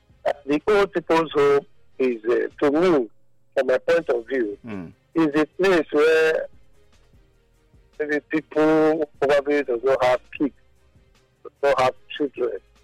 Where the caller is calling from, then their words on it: Benin; I'm calling from